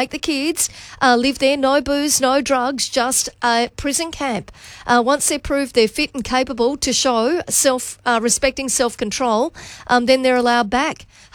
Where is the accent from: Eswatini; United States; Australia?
Australia; Darwin, Northern Territory; Katie, it's amazing as a child to immigrants growing up in Darwin that what our parents went through to be the best that they can be for their children.